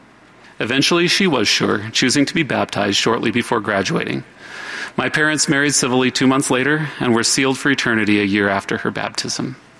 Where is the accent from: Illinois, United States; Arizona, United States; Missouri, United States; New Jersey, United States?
Arizona, United States; St. Johns; my hometown of St. John's, Arizona.